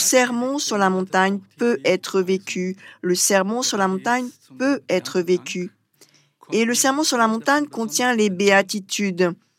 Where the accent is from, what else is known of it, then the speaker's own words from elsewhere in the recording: Brazil; moved away; Je suis originaire du Brésil et j'ai également le bonheur de travailler comme agriculteur dans la communauté des chrétiens des origines.